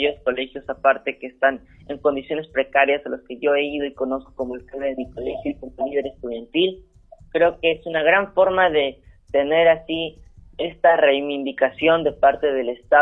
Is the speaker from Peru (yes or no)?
yes; Peru